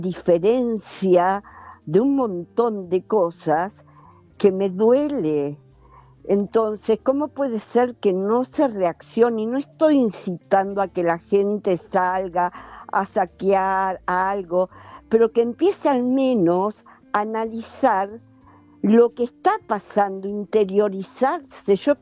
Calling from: Berisso, Buenos Aires Province, Argentina; Yo soy de Berisso y también muchos locales se cierran, tengo cerca La Plata.

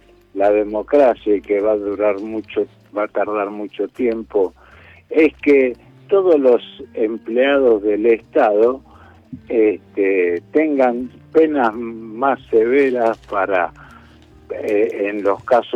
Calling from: San Martín, Buenos Aires Province, Argentina; de San Martín.

